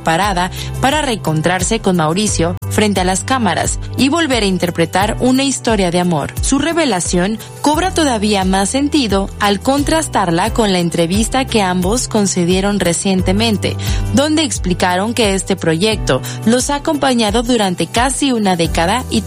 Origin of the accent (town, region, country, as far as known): Mexico